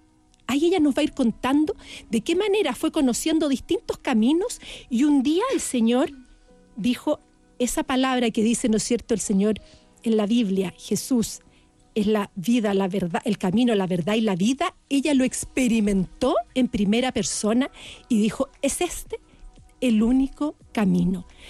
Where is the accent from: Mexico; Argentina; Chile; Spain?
Chile; podamos ver los puntos que nos unen como chilenos